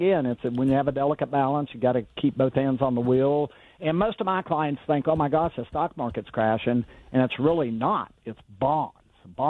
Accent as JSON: {"language": "English", "country": "United States", "said": "I'm from Jackson County, and we had Kaiser Aluminum, which had a lot of steel workers unions."}